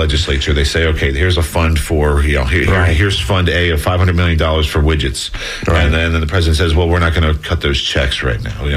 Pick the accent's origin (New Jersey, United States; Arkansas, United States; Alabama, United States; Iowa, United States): New Jersey, United States; born or raised there